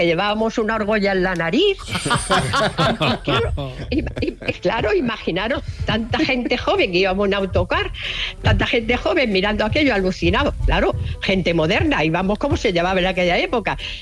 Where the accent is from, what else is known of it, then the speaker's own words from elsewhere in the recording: Melilla, Spain; now in Cornellà, Spain; Hola, mira, soy de Melilla, pero bueno, vivo en Cornellá.